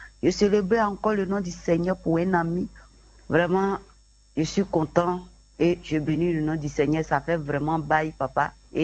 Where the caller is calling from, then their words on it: Abidjan, Côte d’Ivoire; de Deux Plateaux.